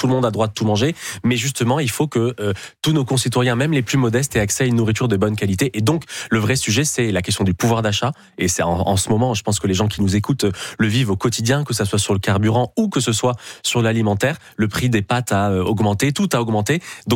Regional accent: France; born there; j'ai la chance d'être franco-libanais. Je suis né en France, mais je parle l'arabe.

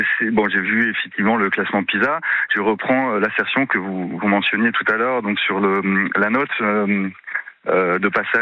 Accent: Belgium; moved away as an adult; also born or lived in Quebec, Canada; now in France; moi, je suis passé par 3 pays francophones différents. Donc, j'ai vécu 30 ans en Belgique, 4 ans au Canada français, donc au Québec. Et ça fait plus d'une dizaine d'années que je suis en France. Donc, j'ai été scolarisé en Belgique, dans le privé.

